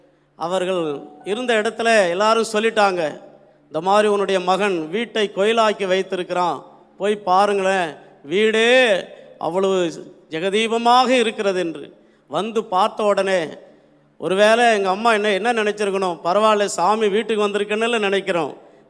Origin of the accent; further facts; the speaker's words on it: Tamil Nadu, India; நான் சிதம்பரத்திற்கும் அருகிலே ஒரு சாதாரணமான ஒரு குக்கிராமத்தில் இயேசுவை அறியாத குடும்பத்திலே நான் பிறந்தவன்.